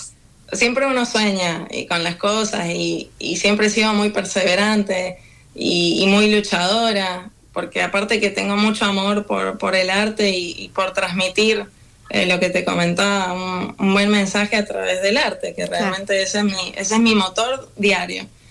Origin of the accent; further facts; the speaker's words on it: Argentina; moved away; es hermoso para mí como argentina poder compartirlas con la gente